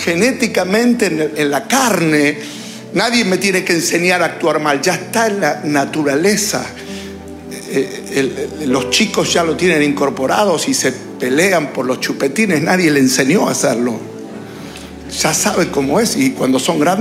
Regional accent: Argentina

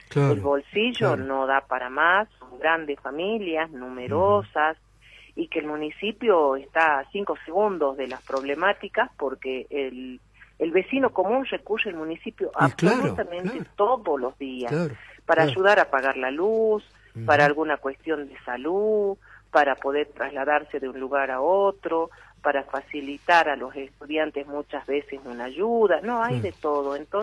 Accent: Humahuaca, Jujuy, Argentina; agradezco a mi pueblo Humahuaca, somos 20.000 habitantes en Humahuaca

